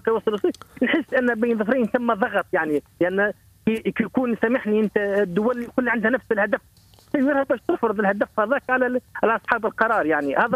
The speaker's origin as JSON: {"language": "Arabic", "town": "Menzel El Habib", "region": "Gabès Governorate", "country": "Tunisia", "said": "هو شرف ليا اني نكون تونسي، وشرف ليا اني نكون ولدي السقي"}